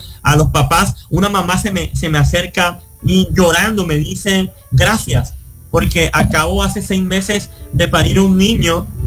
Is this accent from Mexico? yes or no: no; Colombia; una de ellas está en mi país, en Barranquilla.